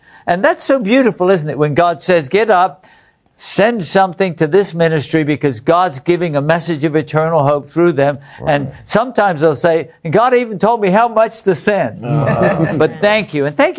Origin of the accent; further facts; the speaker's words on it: England, United Kingdom; moved away; where I grew up in England